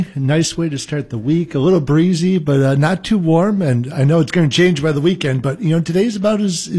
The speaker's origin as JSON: {"language": "English", "town": "Detroit", "region": "Michigan", "country": "United States", "tie": "born or raised there", "also_born_or_lived": "Wisconsin / Minnesota", "moved": "as an adult", "said": "I grew up in Detroit, Michigan."}